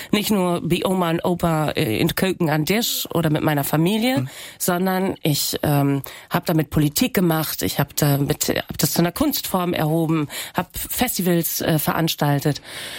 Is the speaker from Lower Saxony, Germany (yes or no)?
yes; Aurich, Lower Saxony, Germany; accent: Aurich Low German; first language Low German; also born or lived in Oldenburg; now in Hamburg, Germany; ich komme aus einem plattdeutschen Haushalt. Mhm. Natürlich, also ich komme aus Ostfriesland. Ja, das Plattdeutsche ist ein anderes.